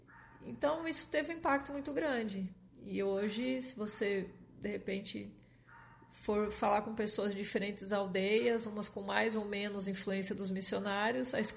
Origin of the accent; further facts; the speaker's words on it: Santa Catarina, Brazil; now in Rondônia, Brazil; eu que sou de Santa Catarina, né, e é professora também do Sul, né, do Paraná